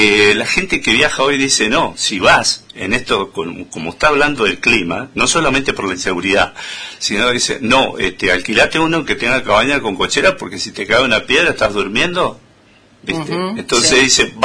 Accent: Malargüe, Mendoza, Argentina; muchos de los malarguinos que somos un poco así

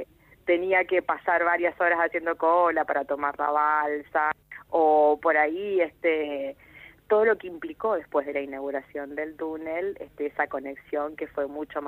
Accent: Argentina; como entrerrianos, como santafesinos y como argentinos.

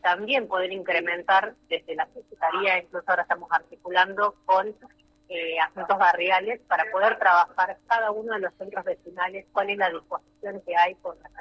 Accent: Tartagal, Salta, Argentina; Yo cuando nací en Tartagal, Tartagal me dio crecer, me dio salir de acá, cumplir mi sueño y volver.

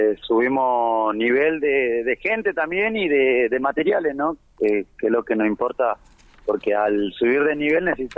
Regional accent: El Calafate, Santa Cruz, Argentina; Bueno, salimos de acá de Calafate, nosotros nos ayudó la municipalidad de ahí, así que estamos compitiendo

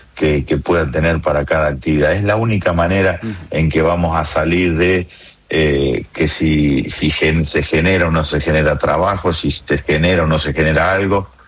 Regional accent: Argentina; Y no, no me gustaría como argentino

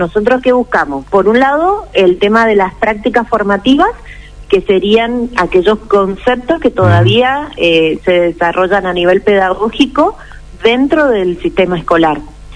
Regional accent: General Alvear, Mendoza, Argentina; Yo soy nacida en General Alvear. Uh-huh. Fui a una escuela técnica de allá de Alvear

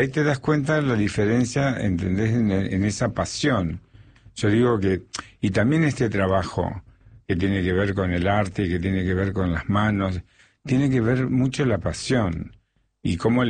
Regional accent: Santa Fe, Argentina; born there; now in Buenos Aires, Argentina; Va, yo no soy porteño, nací en Santa Fe. Pero tengo 60 años de acá. Entonces terminé siendo un porteño

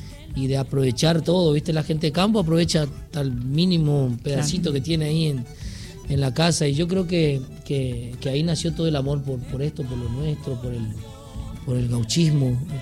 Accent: Gran Guardia, Formosa, Argentina; yo nací en Formosa Capital, pero me crié en Gran Guardia, que es mi pueblito ahí cerquita. Ahí en realidad aprendí más a andar por la vida, aprender a mis primeros pasos

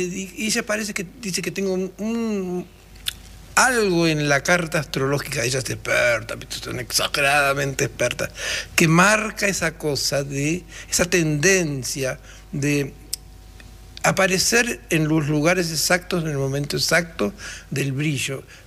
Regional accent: Ingeniero Jacobacci, Río Negro, Argentina; also born or lived in Las Grutas, San Antonio Oeste; Yo nací en San Antonio, en Las Grutas, pero mi padre se mudó a Jacobacci, mi familia. Y allí nevaba

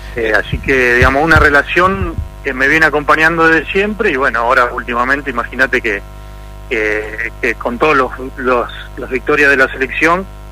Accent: Pujato, Santa Fe, Argentina; born or raised there

